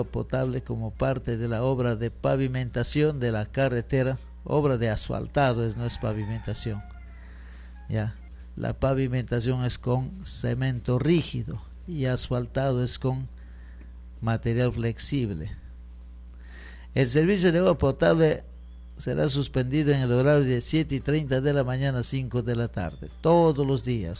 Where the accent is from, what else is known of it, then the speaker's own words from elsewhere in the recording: Peru; Nosotros aquí, como verdaderos peruanos, hemos puesto dos banderas